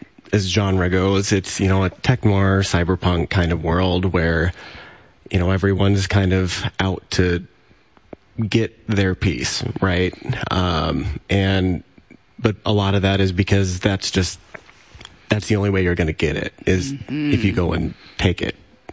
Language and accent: English; Norfolk, Nebraska, United States; So I'm from Norfolk, much smaller than Lincoln, but still not, you know, the tiniest town in, you know, Nebraska and all that.